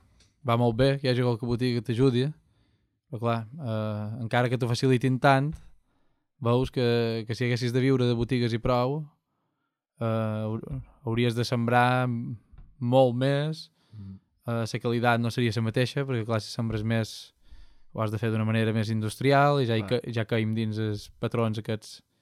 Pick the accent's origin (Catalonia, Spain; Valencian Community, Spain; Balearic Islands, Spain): Balearic Islands, Spain; Ferreries; som de Ferreries